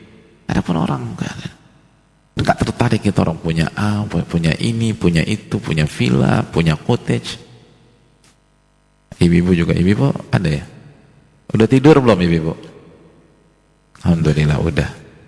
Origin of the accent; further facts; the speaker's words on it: BSD, Banten, Indonesia; Ya karena saya orang BSD, Pak Ustadz, gitu.